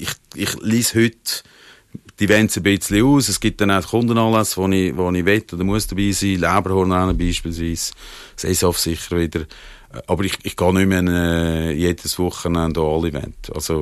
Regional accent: Central Switzerland, Switzerland; Ja, ich komme natürlich eigentlich aus der Innerschweiz und das passt mir wirklich besser als Formel 1.

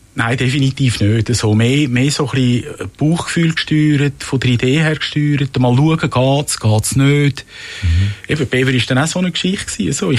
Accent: Rümlang, Zurich, Switzerland; Ich bin zu Römlang, wo ich aufgewachsen bin, früh sozialisiert worden, kirchlich.

